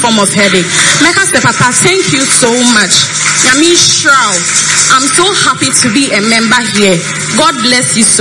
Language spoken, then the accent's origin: English; Ashaiman, Greater Accra, Ghana; … in the business, and I'm from Ashaman, Asiyana Meson.